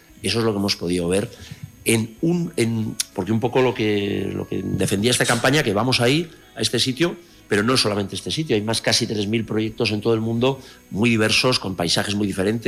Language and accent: Spanish; Pamplona, Navarre, Spain; nosotros como navarros, tú de Irurita, yo de la Luzama, bueno, o sea, aunque soy de Pamplona, soy adoptado de la Luzama, de Odieta